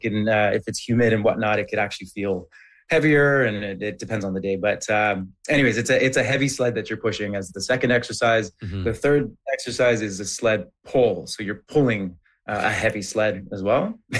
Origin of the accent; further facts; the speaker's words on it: Ottawa, Ontario, Canada; it's great to have HYROX come to my hometown here in Ottawa.